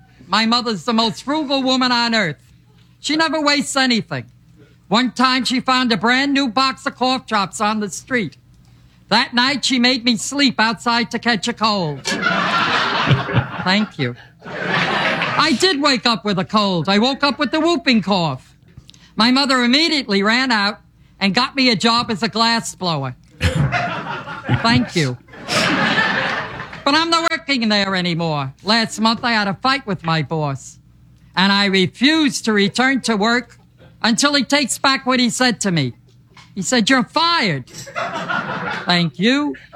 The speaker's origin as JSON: {"language": "English", "town": "New York City", "region": "New York", "country": "United States", "tie": "born there", "said": "It's great to be back in New York City. I was born in New York City. I wanted to be near my mother."}